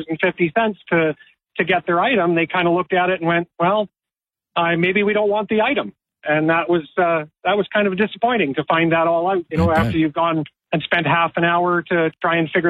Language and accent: English; Canada; or Zed, actually, because we're Canadian.